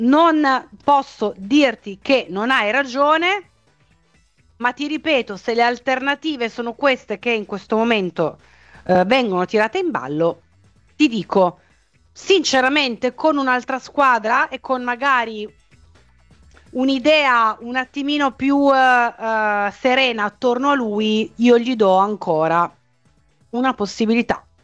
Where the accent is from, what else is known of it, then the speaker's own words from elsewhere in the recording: Turin, Piedmont, Italy; now in Genoa, Italy; Io sono piemontese, Fabio mi chiede se sono piemontese, no, io vivo a Genova semplicemente per questioni di famiglia in questo momento, ma sono piemontesissima, sono di Torino più di tutti quanti voi.